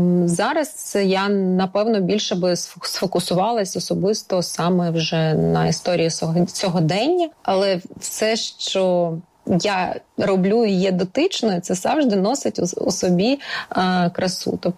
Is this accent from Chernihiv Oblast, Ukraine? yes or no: no; Lviv, Lviv Oblast, Ukraine; І так як я сама зі Львова, і мені дуже близька ця культура